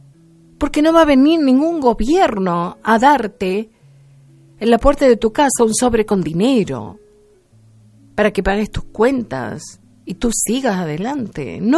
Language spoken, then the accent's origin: Spanish; Argentina; estoy en mi Argentina, y soy argentina y amo la Argentina, la amo.